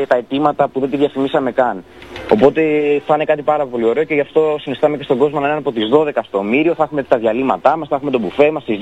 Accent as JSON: {"language": "Greek", "area": "Chios", "region": "North Aegean", "country": "Greece", "moved": "as an adult", "lives_now": "Cyprus", "said": "είμαι φοιτητής νομικής στην Κύπρο, είμαι από τον Κάμπο"}